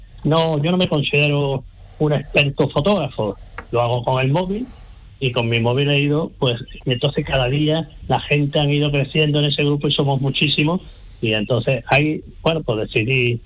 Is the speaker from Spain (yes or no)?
yes; Constantina, Andalusia, Spain; moved away as an adult; also born or lived in Seville; now in Huelva, Spain; yo soy de Constantina